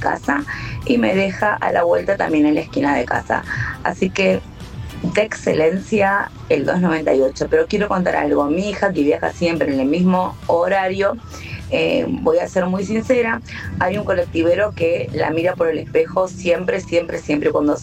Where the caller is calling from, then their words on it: San Justo, Buenos Aires Province, Argentina; de San Justo, La Matanza.